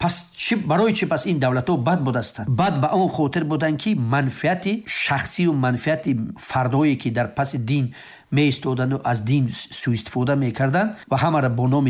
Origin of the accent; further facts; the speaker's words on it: Tajikistan; مثلا من تاجیک تولد شدم، خب کجای بروم اگر من تاجیک هستم؟